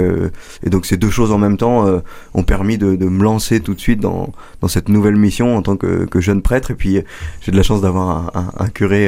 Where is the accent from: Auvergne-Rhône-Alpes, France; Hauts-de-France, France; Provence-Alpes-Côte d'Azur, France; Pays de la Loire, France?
Hauts-de-France, France; Compiègne; Alors moi, je suis originaire de Picardie, pas très très loin. Je viens de Compiègne.